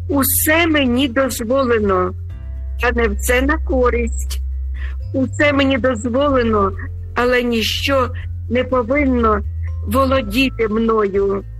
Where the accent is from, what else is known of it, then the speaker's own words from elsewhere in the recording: Sumy Oblast, Ukraine; передаю своє вітання, свою любов і мої молитви на мою рідну Україну, на мою рідну Сумщину, у мою рідну церкву Різдва, моїм дітям, онукам.